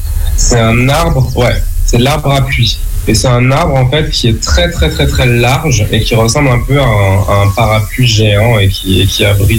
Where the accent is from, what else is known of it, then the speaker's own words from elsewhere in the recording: Fort-de-France, Martinique; Alors, moi, j'ai grandi en Martinique tout d'abord à Fort-de-France.